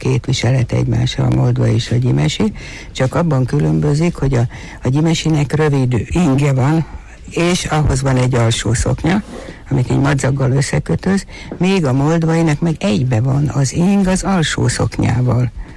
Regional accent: Hungary; és nagyon megtetszett nekem az őszinte szeretetük, meg az, hogy igazán magyar vagyok

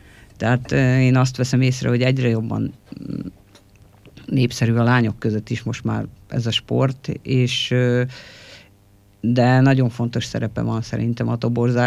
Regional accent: Hungary; moved away; Kisdaragon falun nőttem föl

